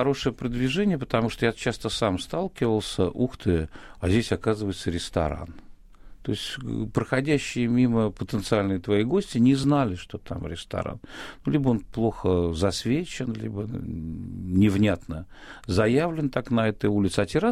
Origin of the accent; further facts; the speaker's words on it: Saint Petersburg, Russia; Я вырос на Невском. Для меня Невский — это все.